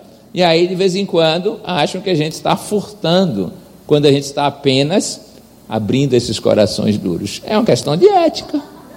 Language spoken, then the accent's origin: Portuguese; Serrinha, Bahia, Brazil; na cadeia da minha terra em Serrinha